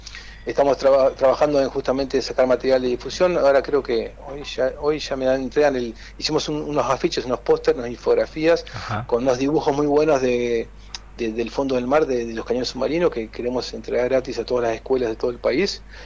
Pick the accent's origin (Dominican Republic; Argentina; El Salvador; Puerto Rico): Argentina; competitivos somos de Argentina